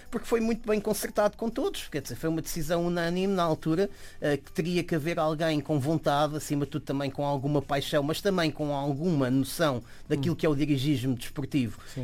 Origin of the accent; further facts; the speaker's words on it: Sacavém, Lisbon, Portugal; Onde eu cresci, sou de Sacavém